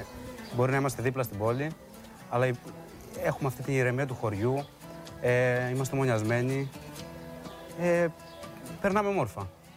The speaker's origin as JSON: {"language": "Greek", "town": "Kavrochori", "region": "Crete", "country": "Greece", "tie": "born or raised there", "said": "Το Καβροχώρι για μένα είναι ο τόπος μου, είναι η ηρεμία μου, η ξεκούρασή μου. Όλες μου αναμνήσεις είναι εδώ."}